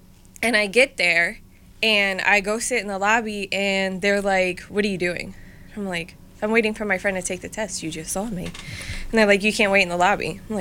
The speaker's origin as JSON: {"language": "English", "town": "North Brunswick", "region": "New Jersey", "country": "United States", "tie": "born or raised there", "also_born_or_lived": "California", "said": "I was born in California, but raised in North Brunswick, New Jersey. I usually tell people, since I have the accent and the attitude, that's it."}